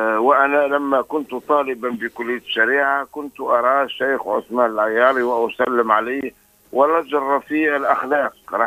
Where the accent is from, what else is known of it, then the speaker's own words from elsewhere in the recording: Tunisia; بلادنا تونس